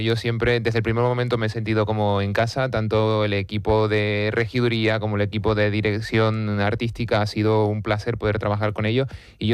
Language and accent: Spanish; Los Realejos, Canary Islands, Spain; soy de Los Realejos.